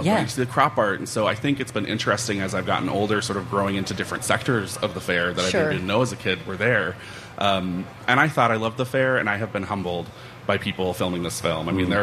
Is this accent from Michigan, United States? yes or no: no; Edina, Minnesota, United States; also born or lived in Duluth; Yeah, I was born in Duluth, grew up in Edina. So in the Twin Cities, we would go every year.